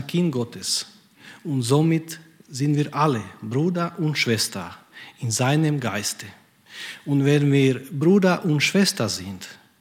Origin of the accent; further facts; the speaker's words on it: Croatia; moved away; Ich komme ursprünglich aus Kroatien